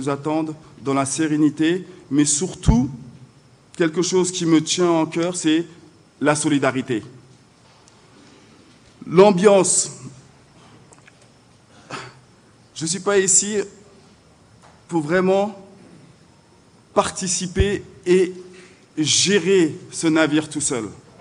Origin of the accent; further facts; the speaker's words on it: Dakar, Senegal; born there; moved away; je suis né ici à Dakar, mes parents sont nés à Dakar, toute ma famille, mon histoire est ici à Dakar.